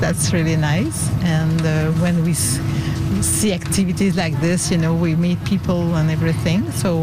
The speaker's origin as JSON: {"language": "English", "town": "Quebec City", "region": "Quebec", "country": "Canada", "moved": "as an adult", "lives_now": "Rouyn-Noranda, Canada", "said": "No, I'm originally from Quebec, Quebec City. And I moved to Rouyn in 1983. Yeah, so my life is in Rouyn now."}